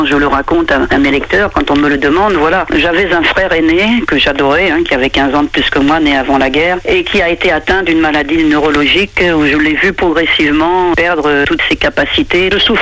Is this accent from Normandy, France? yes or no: yes; Normandy, France; je vous le rappelle, je suis de Suisse normande, donc très attachée.